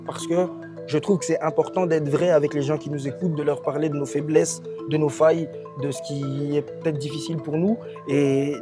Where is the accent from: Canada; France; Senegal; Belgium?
Belgium; Brussels-Capital Region; ici en Belgique. J'ai grandi en Belgique et je suis né ici.